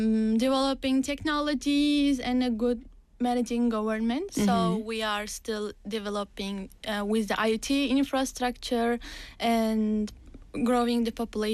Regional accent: Navoi, Navoiy Region, Uzbekistan; English is a second language; I'm from Uzbekistan, Navoi.

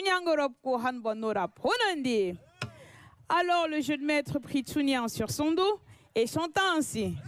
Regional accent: France; Korean is a second language; moved away as an adult; now in Korea; 저는 프랑스에서 온

